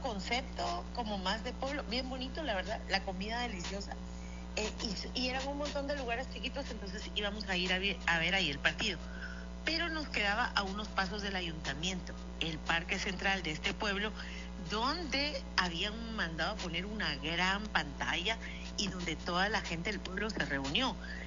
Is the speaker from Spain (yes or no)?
no; Guatemala; moved away as an adult; Eso quiere decir que yo salí de Guatemala hasta ser grande.